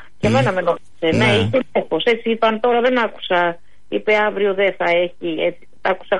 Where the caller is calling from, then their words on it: Attica, Greece; Επειδή είμαι στις παρυφές του ημιτού. Και το έχω ζήσει και εγώ, όχι λόγω της δουλειάς μου, λόγω της κατοικίας μου.